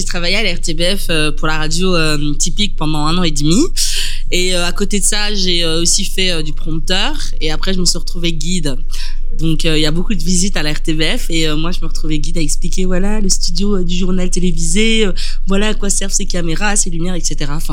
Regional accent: Liège, Wallonia, Belgium; Je suis de Liège

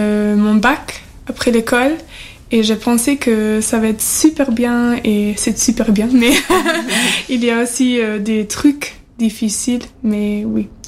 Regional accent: Halle, Saxony-Anhalt, Germany; French is a second language; moved away as an adult; now in Chatou, France; en fait, je viens d'Allemagne. À Halle, c'est un petit village dans l'est d'Allemagne. Ici, je fais un service civique pour un an.

